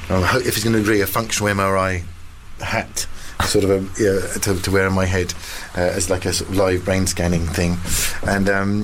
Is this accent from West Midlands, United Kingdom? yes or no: no; East of England, United Kingdom; moved away; also born or lived in Hampstead; growing up near Stevenage